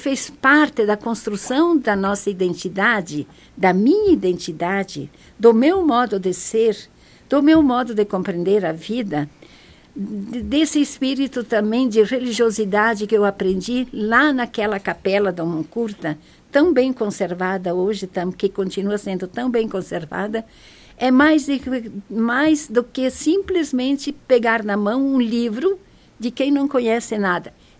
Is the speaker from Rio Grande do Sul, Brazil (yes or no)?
yes; Rio Grande do Sul, Brazil; born there; first language Venetian; Portuguese is a second language; also born or lived in Sananduva; Eu saí de lá com 8 anos, né, lá do Moncourt.